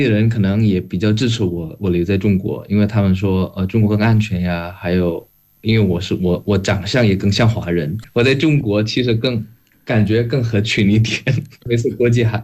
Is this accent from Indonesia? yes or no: yes; Indonesia; moved away as an adult; now in Xiamen, China; 对一个印尼留学生来说有一种归属感，因为毕竟我也是华裔，所以我在家里也有一些就是跟中国有关的一些文化还有习俗习惯。我刚来厦门的时候